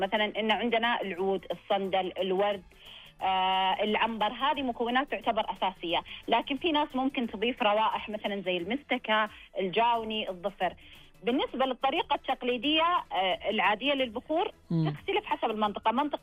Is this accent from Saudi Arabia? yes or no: yes; Saudi Arabia; بالنسبة لنا كسعوديين